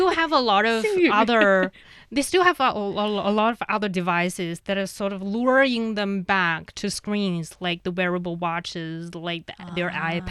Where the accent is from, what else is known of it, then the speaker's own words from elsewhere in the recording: Inner Mongolia, China; English is a second language; Yeah, I'm from Inner Mongolia.